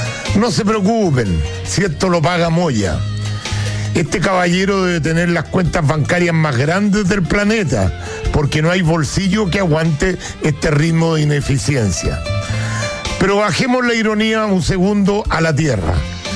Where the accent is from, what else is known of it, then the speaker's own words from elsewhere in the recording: Chile; Somos los chilenos de trabajo que terminamos pagando con el sudor de nuestra frente la fiesta